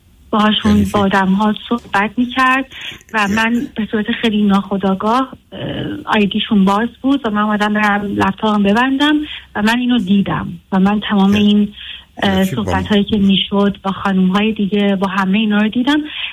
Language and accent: Persian; Iran; خب من توی ایران بزرگ شدم